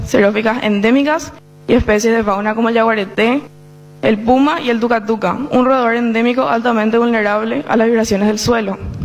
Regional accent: Paraguay

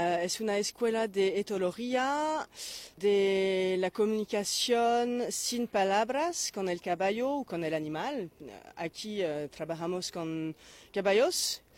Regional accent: Paris, Île-de-France, France; soy de París y soy la directora general del Barne desde 3 años.

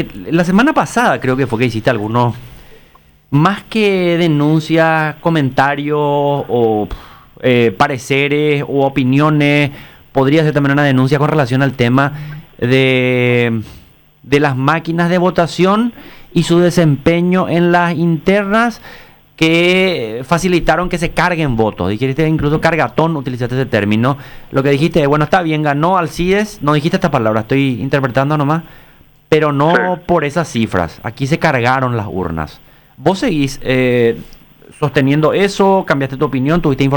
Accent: Paraguay; Estuve en los Estados Unidos, estuve en Nueva York, estuve en Boston. ¿Qué carajo me importa a mí los Estados Unidos? Yo soy paraguayo.

